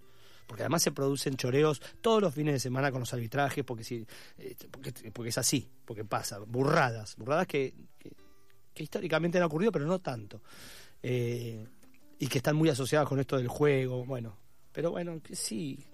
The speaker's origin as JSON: {"language": "Spanish", "town": "La Plata", "region": "Buenos Aires Province", "country": "Argentina", "lives_now": "Buenos Aires, Argentina", "said": "mudé y me quedé en Buenos Aires. Si bien yo conocía el hecho, de la noche de los lápices, porque soy platense"}